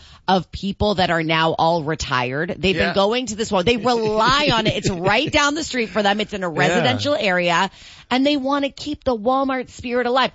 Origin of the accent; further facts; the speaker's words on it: Newmarket, Ontario, Canada; now in St. Catharines, Canada; I grew up in Newmarket, Ontario, which is a beautiful place to grow up, there was a Zellers down the street from my house, and it was a small Zellers in the 404 Plaza at Davis and Leslie in Newmarket.